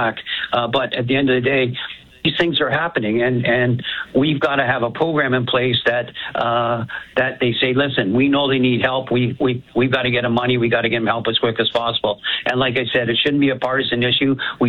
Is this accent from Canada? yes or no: yes; St. Catharines, Ontario, Canada; And I'm from St. Catharines originally, so I know the area quite well, especially the north end of St. Catharines.